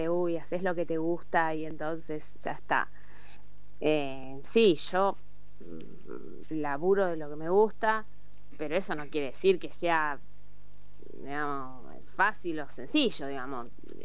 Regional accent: Tandil, Buenos Aires Province, Argentina; No. Yo nací en Tandil.

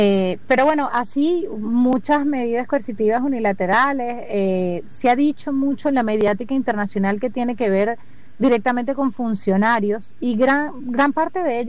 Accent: Venezuela; en realidad somos todos los venezolanos los que estamos pidiendo

